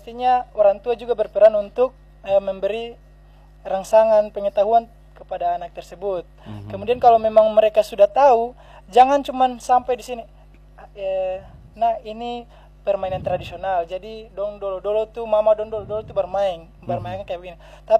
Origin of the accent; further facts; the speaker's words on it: Maluku, Indonesia; kalau kita lihat permainan tradisional ini bukan semata permainan, tapi ini sebenarnya identitas kita sebagai warga Maluku.